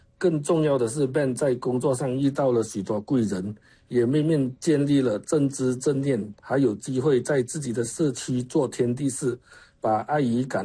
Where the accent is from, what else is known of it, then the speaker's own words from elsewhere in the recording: Central Malaysia, Malaysia; 大家好，